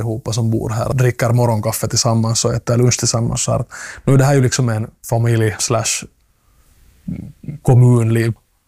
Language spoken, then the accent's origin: Swedish; Helsinki, Uusimaa, Finland; moved away as an adult; now in Bromarv, Finland; Jag är själv född och uppvuxen i Gårdsbacka i Östra Helsingfors som är liksom fullständiga motsatsen till det här livet.